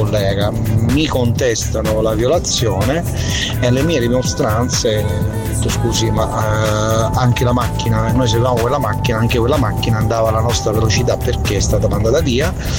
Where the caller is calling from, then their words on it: Santa Teresa di Riva, Sicily, Italy; vengo da Santa Teresa di Riva in provincia di Messina